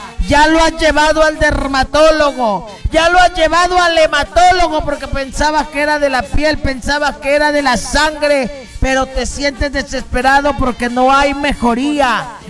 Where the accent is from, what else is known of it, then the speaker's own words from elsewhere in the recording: Ayabaca, Piura, Peru; Porque soy norteño de corazón. Tengo, Señor, toda esta bendición y protección de mi cerro bendito allá en Ayabaca, Señor, de las lagunas benditas, encantadas.